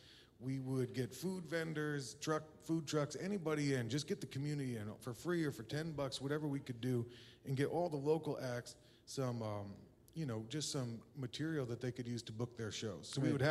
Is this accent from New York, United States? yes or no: yes; Saugerties, New York, United States; moved away as an adult; it's very country. It takes 40 minutes to get anywhere. You know, the guy in the back, he's from Catskill, I'm from Sorgatys. It's about 30 minutes.